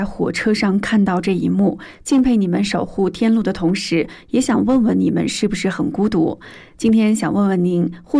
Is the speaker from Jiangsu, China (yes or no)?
no; Tibet, China